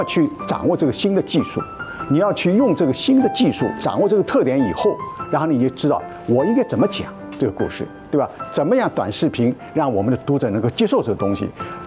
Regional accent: China; 我们中国人

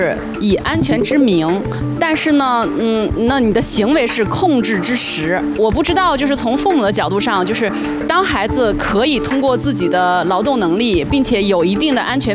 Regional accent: Shijiazhuang, Hebei, China; 我是石家庄人，其实我也有同款父母，就是希望孩子是以在父母身边，这个可能是我们那个地域里面相对保守的一点。

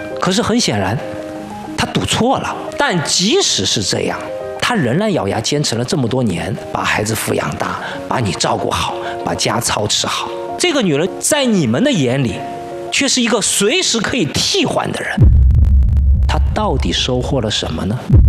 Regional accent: China; 我们中国人

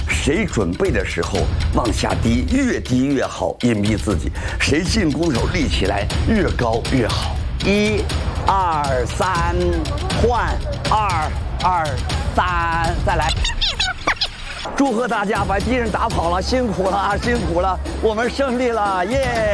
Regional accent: Shaanxi, China; 就像我们陕西人，就像我们西北人，很粗犷

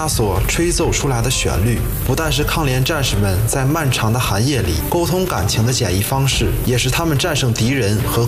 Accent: Northeast China, China; 我们东北人

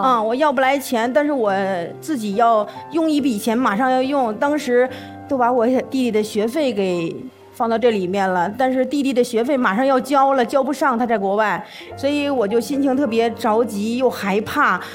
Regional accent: Liaoning, China; 因为我出生在一个辽宁的偏远的一个特别穷的山村里面，爸爸妈妈都是起早贪黑的，凌晨3-4点起来去种地，晚上回来也很晚。

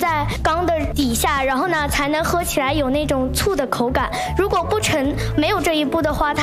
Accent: Shanxi, China; 了解我们家乡山西的非遗醋文化

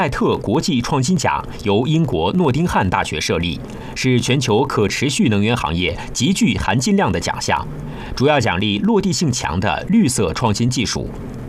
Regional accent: Uzbekistan; 我计划把这个品种引到乌兹别克斯坦，相信凭借它的优良特性，在我们当地也会有广阔的市场，能够得到本国消费者。

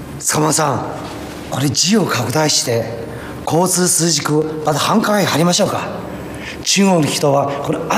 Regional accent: China; いやちょっと恥ずかしながら私は中国育ちだけれどちょっと中国の文化に関しては全く興味ないんですよ。

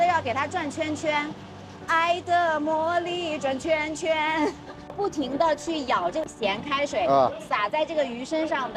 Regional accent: northern China, China; 因为我是北方人嘛，小时候也会吃过这种咸鱼

